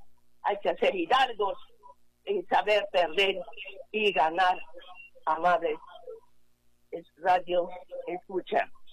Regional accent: Aguaytía, Ucayali, Peru; es un pueblo tranquilo, Aguaitía, mi pueblo, el pueblo de mis abuelos

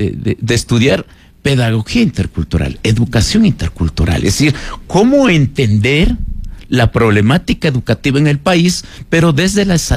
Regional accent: Olmedo, Pichincha, Ecuador; Nací en Olmedo, en la parroquia de Ayora, en la comunidad de Cariaco.

